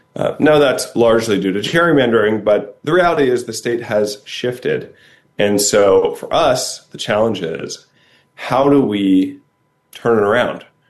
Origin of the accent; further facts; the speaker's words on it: Cincinnati, Ohio, United States; field organizer in Cincinnati, my hometown.